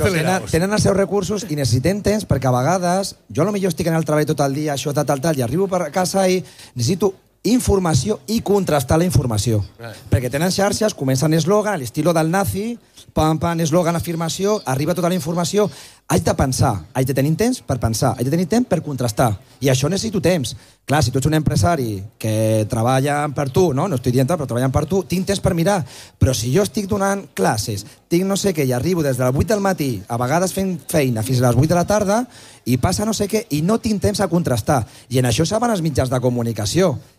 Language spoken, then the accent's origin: Catalan; Terrassa, Catalonia, Spain; Jo soc del Vallès de Terrassa, no?